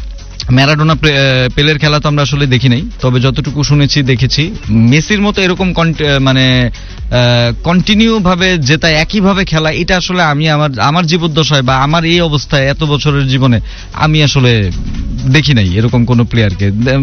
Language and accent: Bangla; Bangladesh; আমি বাংলাদেশি ভাই, আমি চাইনিজ ভাষা বুঝি না